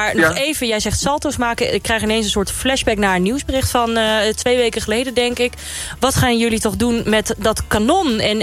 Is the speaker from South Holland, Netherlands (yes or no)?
no; Overijssel, Netherlands; ik kom uit Twente, dus dat platteland